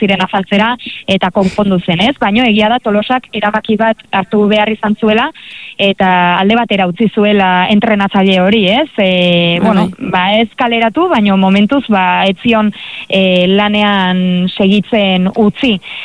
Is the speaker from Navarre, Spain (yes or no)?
yes; Lesaka, Navarre, Spain; baina nire herrian, Lesakan, oroitzena iz